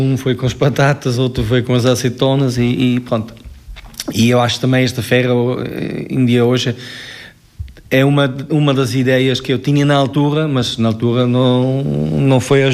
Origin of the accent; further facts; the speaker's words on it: Tyrol, Austria; Portuguese is a second language; moved away as an adult; now in Tabuaço, Portugal; Pronto, já estou aqui, vai fazer 23 anos este ano e sou da Áustria, sou do Tirol